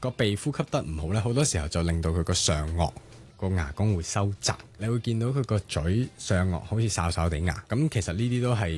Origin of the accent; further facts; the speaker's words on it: China; 我哋中國人興夾筷子食嘢噶嘛